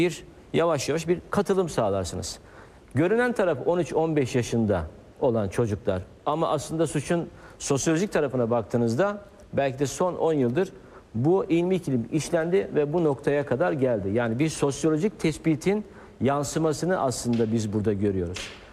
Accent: Istanbul, Turkey; born there; Ben de 70 doğumluyum. 80'den beri İstanbul'da yaşıyorum. Farklı illere gidip çalıştım ama ya ben Şinevler'de büyüdüm. Şinevler o tarihte suç ana merkeziydi.

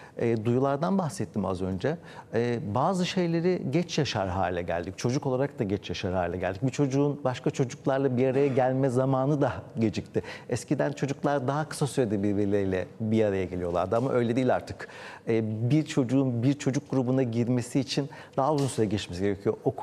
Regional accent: Istanbul, Turkey; ben İstanbul'da büyüdüm ama İstanbul'da benim büyüdüğüm dönemde bir sokak kültürü vardı.

